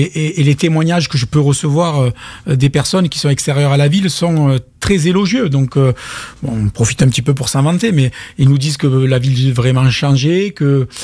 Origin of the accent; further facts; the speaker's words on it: Port-Saint-Louis-du-Rhône, Provence-Alpes-Côte d'Azur, France; « Je suis de Port-Saint-Louis-du-Rhône ».